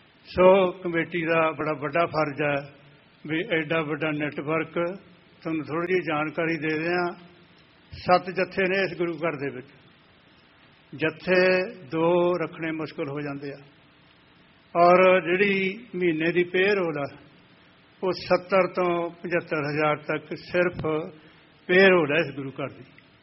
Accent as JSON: {"language": "Punjabi", "region": "Punjab", "country": "India", "said": "ਵੈਸੇ ਤਾਂ ਜਿੰਨੇ ਵੀ ਅਸੀਂ ਪੰਜਾਬੀ ਹਾਂ ਸਾਰਿਆਂ ਨੇ ਮਿਹਨਤ ਕੀਤੀ ਆ"}